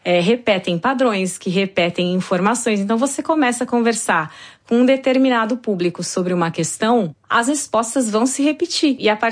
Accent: Brazil; moved away; Afinal, sou brasileira.

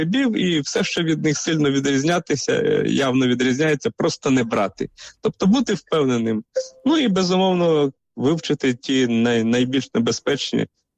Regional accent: Rivne Oblast, Ukraine; я сам із Рівненської області, із села, у нас там всі кращі грибники

